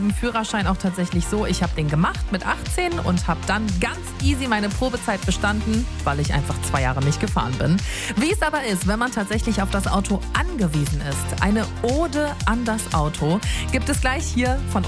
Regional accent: Düsseldorf, North Rhine-Westphalia, Germany; Also ich bin ja in Düsseldorf groß geworden und habe da immer alles mit Bus oder Straßenbahn gemacht.

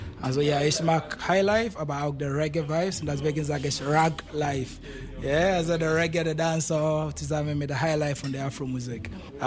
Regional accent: Ghana; now in Germany

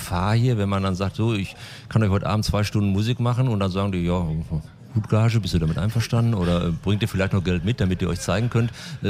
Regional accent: Hesse, Germany; Ich komme aus Hessen.

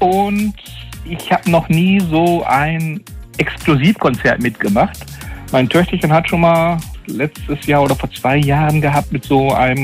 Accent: Essen, North Rhine-Westphalia, Germany; Ich bin da an der Ecke aufgewachsen, die da beschrieben worden ist. Ich wohne immer noch in Huttorp, aber jetzt praktisch an der Ortsgrenze auf der anderen Seite.

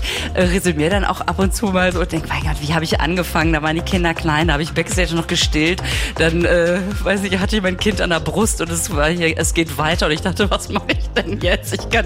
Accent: Münster, North Rhine-Westphalia, Germany; Davor die Woche in Münster schon ganz groß gefeiert, weil das ja meine Heimatstadt ist.

